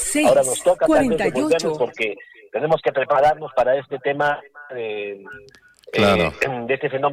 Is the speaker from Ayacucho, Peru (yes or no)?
no; Arequipa, Peru; como todo arequipeño ciudadano